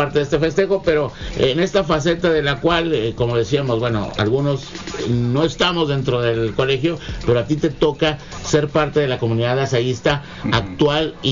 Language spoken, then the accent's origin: Spanish; Ciudad Victoria, Tamaulipas, Mexico; somos parte de una comunidad, como le llamamos, de Exalab, los exalumnos lasallistas victorenses